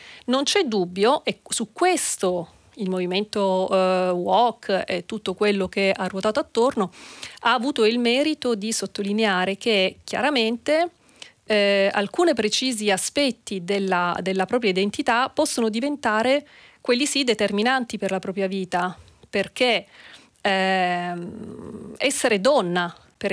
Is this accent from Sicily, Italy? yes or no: yes; Sicily, Italy; moved away as an adult; now in Germany; sono siciliana, vivo in Germania